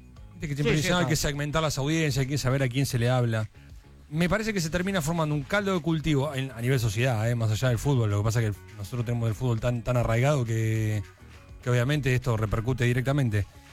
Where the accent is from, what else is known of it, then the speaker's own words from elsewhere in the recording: Lanús, Buenos Aires Province, Argentina; me crié en Lanús. En el año 2013 en Lanús se hacían asados de gente allegada por llegar a 25 puntos.